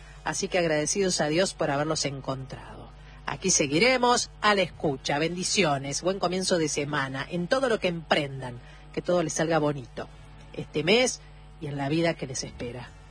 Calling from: Pico Truncado, Santa Cruz, Argentina; Hola, buenas noches. … de Santa Cruz, Pico Truncado. Me quería anotar para el sorteo.

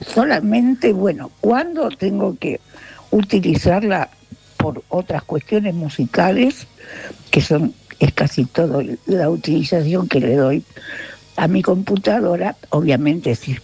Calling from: Buenos Aires, Argentina; de Palermo

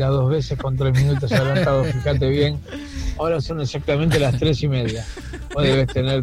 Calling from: Flores, Buenos Aires, Argentina; de Flores

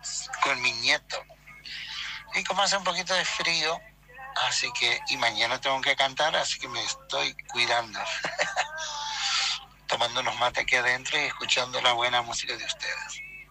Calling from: Santiago del Estero, Argentina; el santiagueño que siempre escucha el ET14.

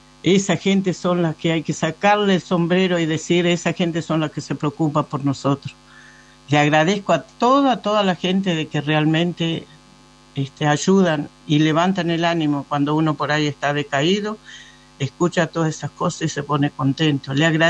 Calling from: Argentina; estamos siendo patria acá en el campo, porque para eso somos argentinos y argentinos netos, de pura cepa

